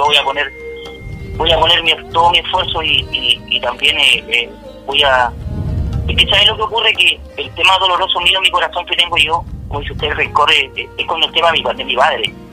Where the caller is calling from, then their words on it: San Pedro de la Paz, Biobío, Chile; Yo soy de acá, de San Pedro de la Paz, Concepción.